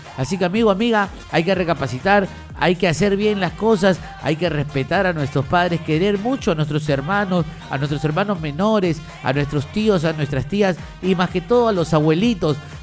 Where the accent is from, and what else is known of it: Peru